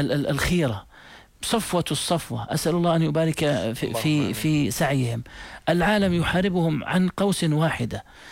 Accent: Jordan; أنا من الأردن الأردن بجانب فلسطين

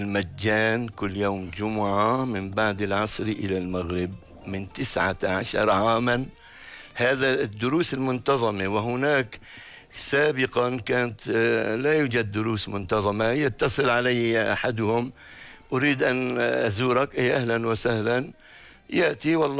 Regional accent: Aleppo, Aleppo Governorate, Syria

